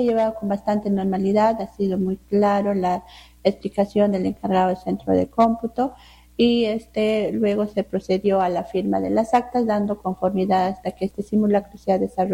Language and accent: Spanish; Peru